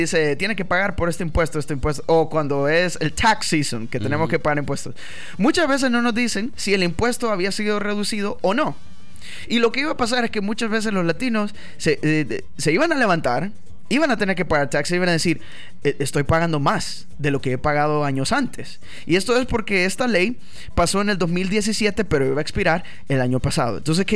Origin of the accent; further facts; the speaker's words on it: El Salvador; now in United States; Yo soy de El Salvador.